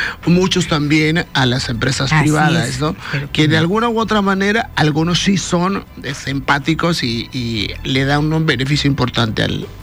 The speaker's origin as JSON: {"language": "Spanish", "country": "Mexico", "said": "uno la lleva en la tierra y dice, soy mexicano."}